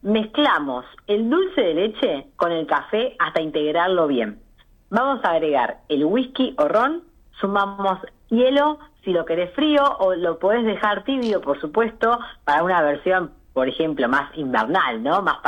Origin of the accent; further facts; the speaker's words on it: Argentina; algo que nos representa como argentinos